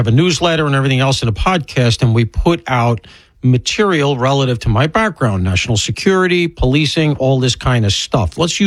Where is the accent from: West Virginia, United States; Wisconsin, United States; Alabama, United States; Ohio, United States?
Alabama, United States; accent: Alabama, deep Southern; including my obvious Alabama accent, I'm told. I have a very deep Southern accent, as you can hear.